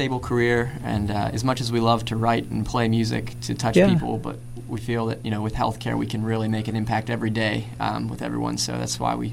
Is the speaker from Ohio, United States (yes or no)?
no; Weirton, West Virginia, United States; moved away as an adult; now in Pittsburgh, United States; I'm actually originally from Weirton, West Virginia. Just for those of you who don't know, it's about 45 minutes west of Pittsburgh.